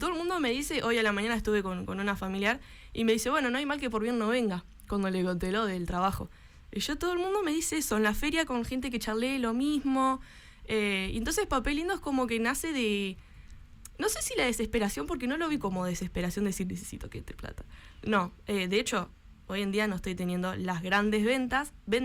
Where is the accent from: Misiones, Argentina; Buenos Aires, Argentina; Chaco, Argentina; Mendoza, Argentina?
Buenos Aires, Argentina; Médanos; yo soy de Médanos, mi papá tenía la imprenta en Médanos